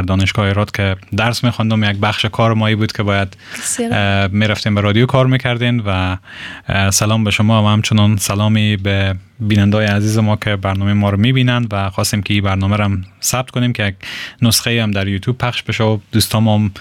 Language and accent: Persian; Herat, Afghanistan; و متولد هراتم.